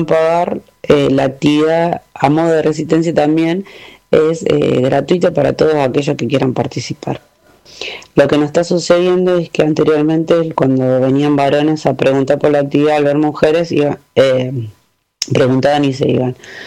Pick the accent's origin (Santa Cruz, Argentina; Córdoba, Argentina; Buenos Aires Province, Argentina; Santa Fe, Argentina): Buenos Aires Province, Argentina; Florencio Varela; tengo 43 años de edad, soy de Florencio Varela y entrenadora de Newcom.